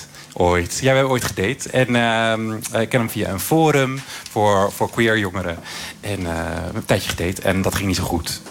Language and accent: Dutch; Friesland, Netherlands; moved away; also born or lived in Groningen; Ik kom uit Friesland, Tim uit Zwolle. En ik woonde toen in Groningen.